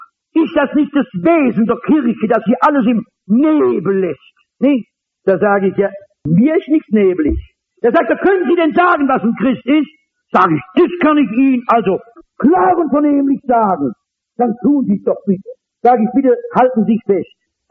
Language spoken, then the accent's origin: German; North Rhine-Westphalia, Germany; Bei uns im Ruhrgebiet gibt es ja tolle Industriekapitäne.